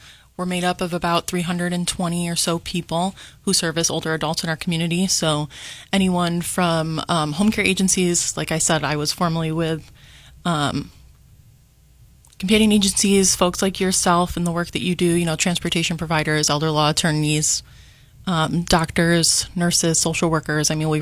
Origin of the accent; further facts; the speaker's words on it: Syracuse, New York, United States; moved away as an adult; now in Rochester, United States; Yeah, so I can say I've been in the Rochester area for about 10 years now. I love it here. I grew up in the Syracuse area